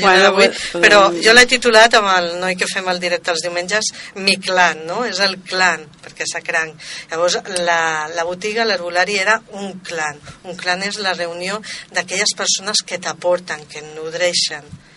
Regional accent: Barcelona, Catalonia, Spain; born there; moved away as an adult; also born or lived in Sant Esteve Sesrovires; jo sóc de Barcelona, de fet, vaig néixer a Barcelona

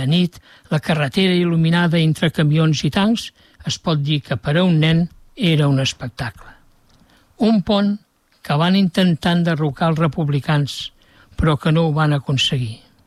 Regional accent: Bonastre, Catalonia, Spain; El meu poble, Bonastre

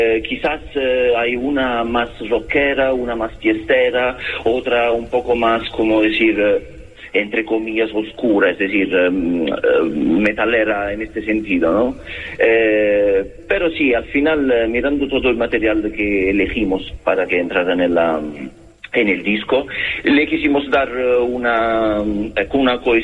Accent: Italy; Spanish is a second language; moved away; Sí, soy italiano.

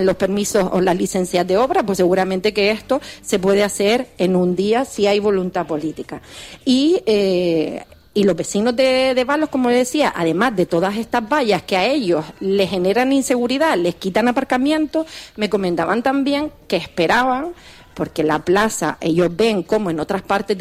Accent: Canary Islands, Spain; nuestra comunidad autónoma, que nuestro país canario, nos identifica

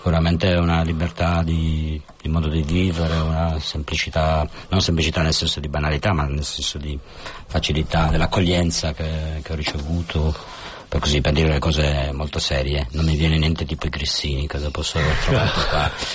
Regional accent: Turin, Piedmont, Italy; ma guardate che non sono di Palermo, cioè vengo da Torino, cioè...

